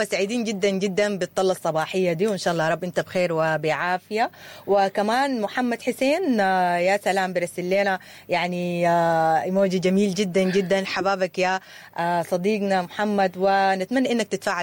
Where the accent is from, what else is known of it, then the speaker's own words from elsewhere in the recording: Sudan; إحنا كسودانيين